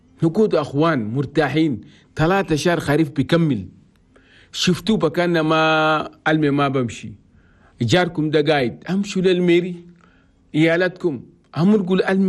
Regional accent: Chad; انينا كلنا يالنا تشاد والله يحفظ بلدنا تشاد

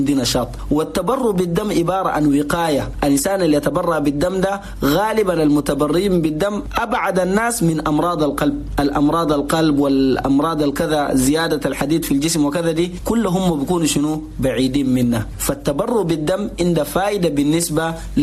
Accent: Chad; نقول لاخواننا المواطنين جميعا في بلدنا تشاد

